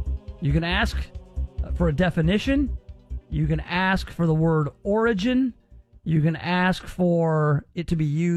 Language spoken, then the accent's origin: English; Germantown, United States; And I grew up in Germantown. There are geese everywhere.